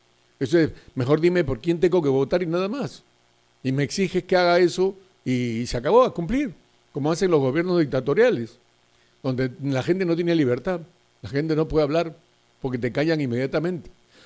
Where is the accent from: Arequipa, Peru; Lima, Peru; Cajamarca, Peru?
Lima, Peru; Los de Lima no somos tontos, los de Lima tampoco somos gusanos que estamos en el suelo